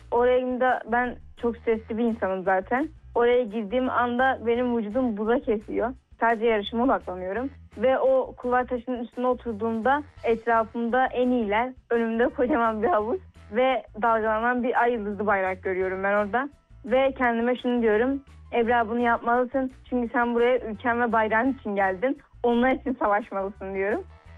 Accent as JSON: {"language": "Turkish", "region": "Gaziantep", "country": "Turkey", "tie": "born there", "said": "16 yaşındayım. 2010 Gaziantep doğumluyum."}